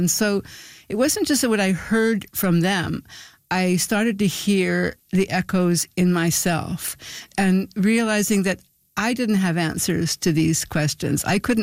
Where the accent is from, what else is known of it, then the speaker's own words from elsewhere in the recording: Canada; Why was this so uncomfortable as a Canadian?